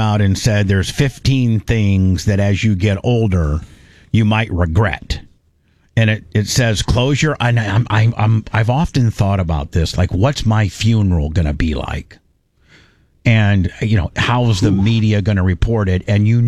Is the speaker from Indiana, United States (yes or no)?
yes; Indiana, United States; My idea of a great vacation is going to Indiana. And going back to my hometown and seeing my friends and seeing Larry and spending time with Larry.